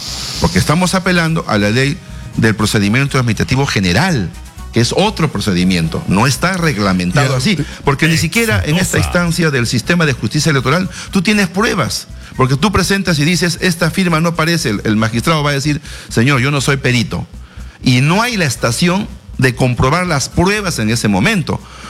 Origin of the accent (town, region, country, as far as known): Peru